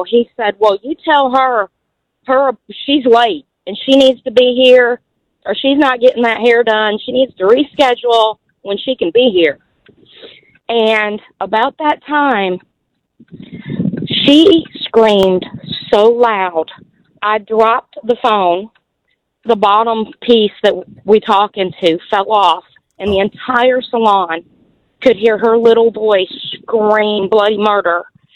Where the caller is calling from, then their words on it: Chickamauga, Georgia, United States; I'm down here in Chickamauga, Georgia.